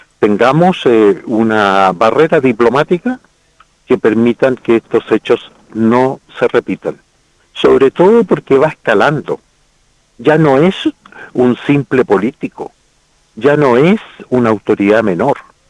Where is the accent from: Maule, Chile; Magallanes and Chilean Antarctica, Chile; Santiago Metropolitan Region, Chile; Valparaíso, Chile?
Magallanes and Chilean Antarctica, Chile; Mire, yo soy magallánico. A mí me tocó estar en la década del 1978 en Magallanes